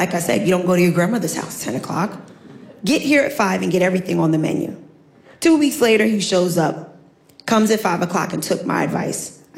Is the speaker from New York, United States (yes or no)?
yes; Staten Island, New York, United States; I said, I'm from Staten Island, but I'm an 8th generation direct descendant from Sandy Ground.